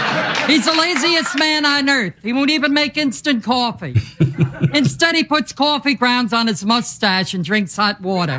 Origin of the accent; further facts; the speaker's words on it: New York City, New York, United States; born there; It's great to be back in New York City. I was born in New York City. I wanted to be near my mother.